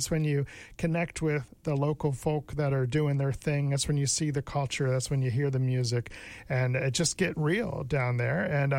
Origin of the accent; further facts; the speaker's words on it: East Coast, United States; moved away as an adult; also born or lived in Albuquerque, New Mexico; now in Seattle, United States; I grew up on the East Coast